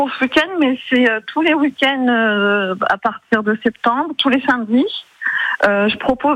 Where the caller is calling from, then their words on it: Corgoloin, Bourgogne-Franche-Comté, France; Corgoloin.